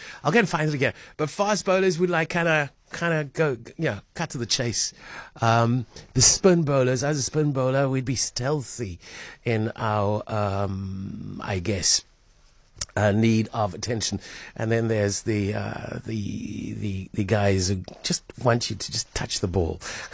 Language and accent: English; Western Cape, South Africa; English is a second language; I grew up on the Cape Flats. And for a while, English was my second language.